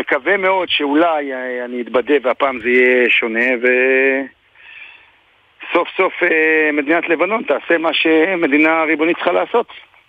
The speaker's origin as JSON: {"language": "Hebrew", "town": "Beit Hillel", "region": "Northern District", "country": "Israel", "tie": "born there", "said": "אני נולדתי בבית הלל, ואני כבר לא כזה צעיר"}